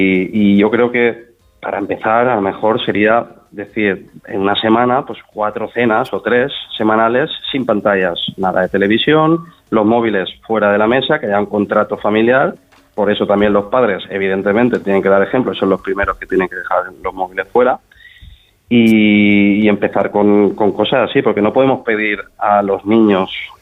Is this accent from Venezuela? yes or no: no; Valencia, Valencian Community, Spain; yo soy de Valencia, que estoy mucho más cerca.